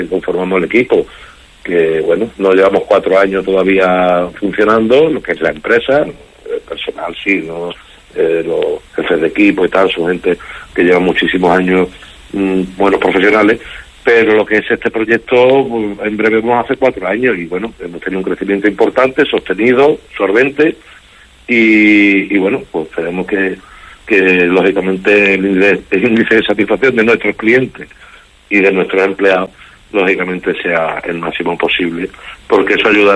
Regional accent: Huelva, Andalusia, Spain; nosotros la sede la tenemos en Isla Chica, mi barrio, yo soy de Isla Chica, de la Plaza de Houston

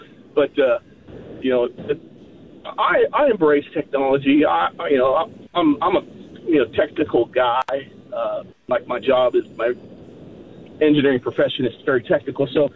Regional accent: California, United States; I grew up in Southern California. High school was about 2 miles from Anaheim Stadium

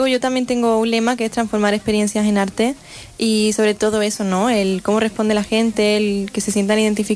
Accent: Palma del Río, Andalusia, Spain; Sí, somos de Palma del Río, de Córdoba.

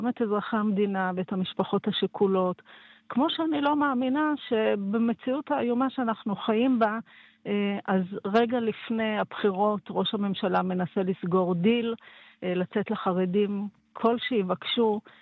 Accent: Southern District, Israel

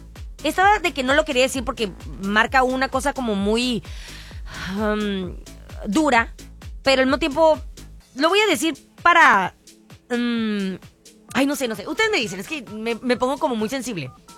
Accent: Mexicali, Baja California, Mexico

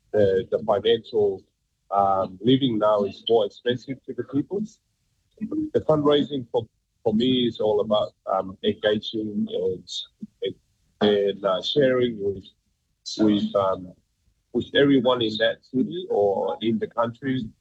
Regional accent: Tonga; me being a kid that born and raised in Tonga, was I'm always keep my life very basic and very simple

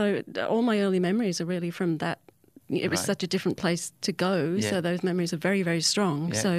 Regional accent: South Africa; also born or lived in England; I was born in England and had a very sort of British childhood. Probably my earliest memories would be relocating to South Africa, which I did when I was about 5 years old.

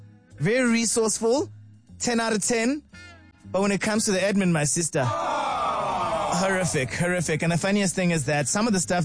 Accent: Brackenhurst, Gauteng, South Africa; And also, I grew up in Brackenhurst, Bracken Downs, so we had all those shopping stores over there. Spar, Pick and Pay, Checkers, Zonke, all of them.

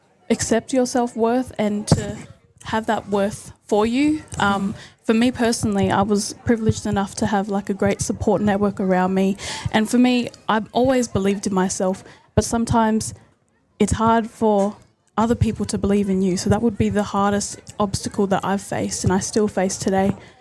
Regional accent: Canberra, Australian Capital Territory, Australia; Yeah, so I was born here and raised here, but my bloodlines are from Brungle, Condo and Griffith, New South Wales.

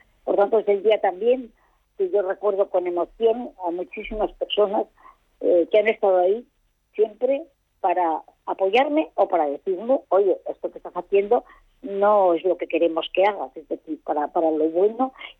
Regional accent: Gijón, Asturias, Spain; born or raised there; also born or lived in San Sebastián

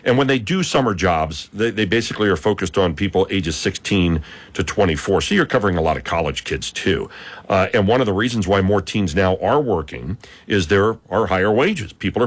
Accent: Hershey, Pennsylvania, United States; I'll tell you, growing up in Hershey, we had summer jobs ready-made at Hershey Park.

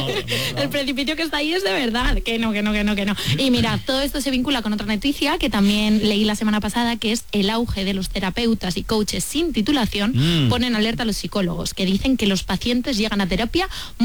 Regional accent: Community of Madrid, Spain; Bueno, metafóricamente me llevó en realidad al centro de salud, que siendo madrileña quizás sí que era el infierno.

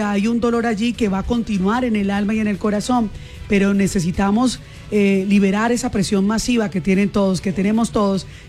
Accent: Cali, Valle del Cauca, Colombia; Así es Cali, así somos nosotros, así somos los caleños.

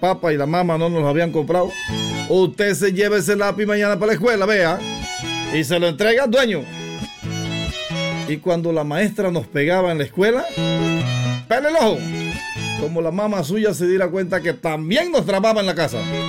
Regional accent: Santiago de Veraguas, Veraguas, Panama; born there; moved away; Un añito hasta La Huaca, Santiago. Allá en mi pueblo, en mi tierra, área cañera.

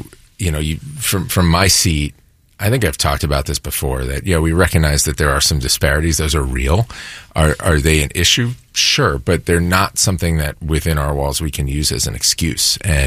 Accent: Philadelphia, Pennsylvania, United States; growing up in Philly, other than 93, like, most of my childhood, they were bad.

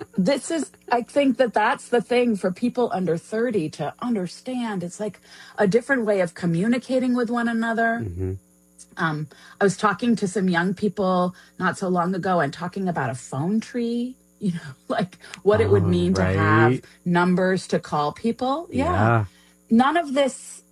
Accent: New York City, New York, United States; now in Chicago, United States; So I grew up in New York City, not far from the Stonewall Inn. I now live in Chicago

